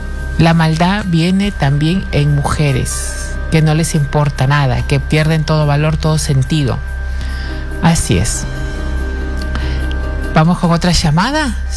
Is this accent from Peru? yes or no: yes; Chiclayo, Lambayeque, Peru; Uy, un beso grande para mi ciudad de Chiclayo, hermosa ciudad de Chiclayo.